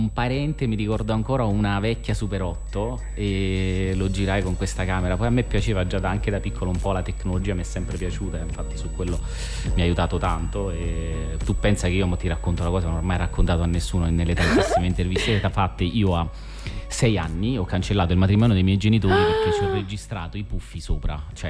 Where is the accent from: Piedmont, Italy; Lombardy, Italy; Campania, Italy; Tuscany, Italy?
Campania, Italy; Oliveto Citra; born or raised there